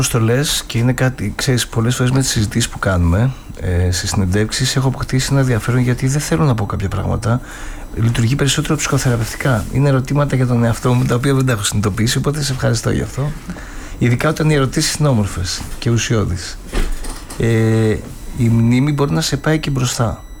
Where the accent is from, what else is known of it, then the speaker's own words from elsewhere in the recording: Amygdalia, Central Greece, Greece; Αμυγδαλιά Φωκίδος.